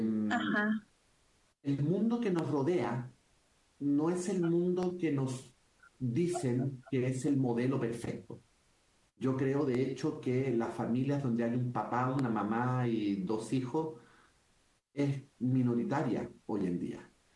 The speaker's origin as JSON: {"language": "Spanish", "country": "Chile", "also_born_or_lived": "Mexico / New York, United States / Puerto Rico / Miami, United States", "moved": "yes", "lives_now": "Barcelona, Spain", "said": "A ver, soy un escritor chileno que ha vivido en muchos países. Viví muchos años en México, muchos años, de México, después me fui a Nueva York, de Nueva York me fui a vivir a Puerto Rico"}